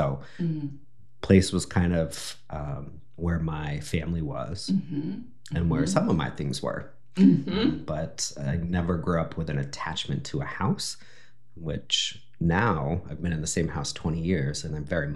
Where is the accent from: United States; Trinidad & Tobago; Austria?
United States; Littleton, Colorado; I grew up in Littleton, Colorado, in many houses, probably 7 different houses, but always in Littleton.